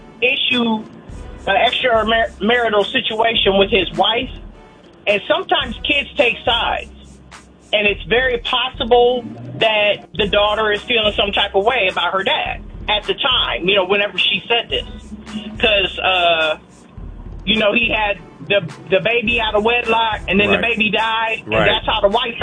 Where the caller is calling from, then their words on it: East Point, Georgia, United States; from East Point.